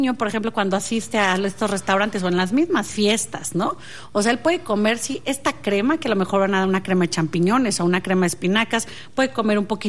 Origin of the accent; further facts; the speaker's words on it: Mexico; Como padres, como mexicanos